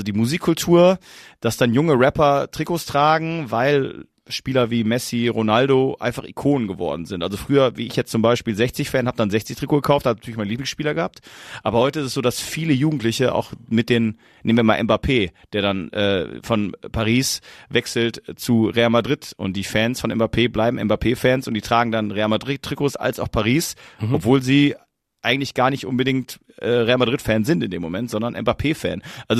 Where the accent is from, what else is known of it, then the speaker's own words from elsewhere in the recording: North Rhine-Westphalia, Germany; also ich komme aus der Nähe von Duisburg